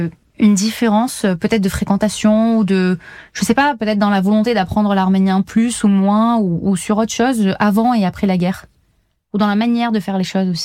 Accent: France; en tant que Français d'origine arménienne

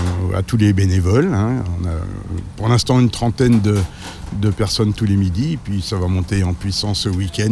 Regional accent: Chantenay-Villedieu, Pays de la Loire, France; born there; moi j'habite Chantenay, je suis né à Chantenay

